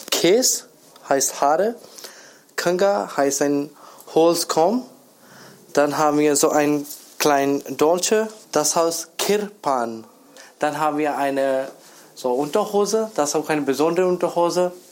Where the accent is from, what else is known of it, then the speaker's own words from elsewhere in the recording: India; first language pa; German is a second language; Indische Sprache heißt Punjabi, das ist unsere Muttersprache.